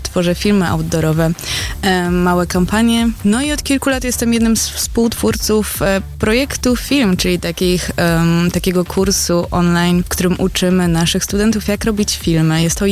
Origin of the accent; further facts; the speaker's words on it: Toruń, Kuyavian-Pomeranian Voivodeship, Poland; Tak, pochodzę z Torunia.